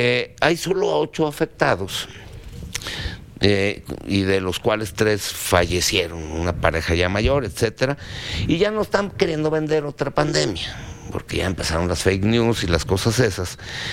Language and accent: Spanish; Mexico; Somos los mestizos que somos, hablamos castellano, gran parte de los mexicanos profesan la religión católica y otros muchos religiones cristianas.